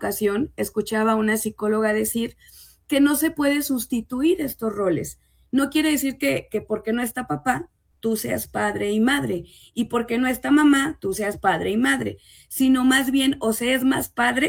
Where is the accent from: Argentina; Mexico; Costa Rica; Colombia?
Mexico; siendo mexicanos, ¿verdad? Conocemos más cómo nos desenvolvemos acá.